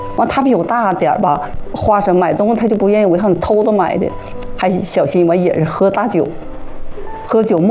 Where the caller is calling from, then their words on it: Northeast China, China; 我们也是我们老家，但他好像是河北的，上我们东北那边去了。